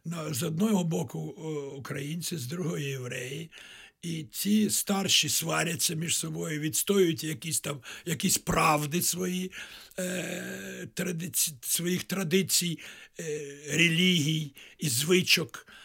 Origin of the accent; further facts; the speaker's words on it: Kyiv, Ukraine; also born or lived in Kraków, Poland; я сам народився на Подолі в подвір'ї на Воздвиженській вулиці, в подвір'ї, якому грали діти євреїв, татар, українців, молдаван.